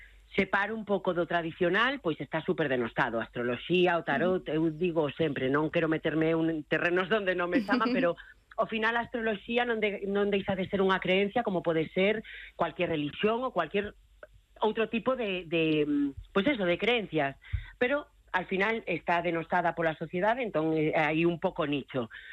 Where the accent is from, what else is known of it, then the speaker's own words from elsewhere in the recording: Galicia, Spain; eu encantaríame ter ese recoñecemento que teño fora na miña terra, pero non pasou.